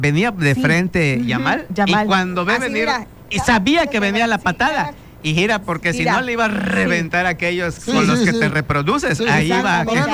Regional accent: Mexico

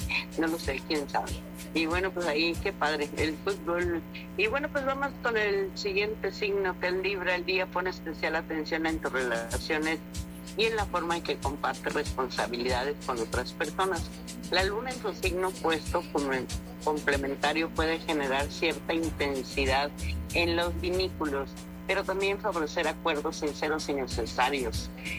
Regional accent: Monterrey, Nuevo León, Mexico; moved away; allá en mi tierra, en Monterrey, Nuevo León, ahí en San Pedro Garza García.

